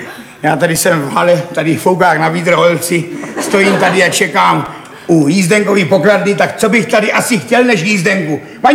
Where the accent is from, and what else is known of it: Brno, South Moravian Region, Czechia; born or raised there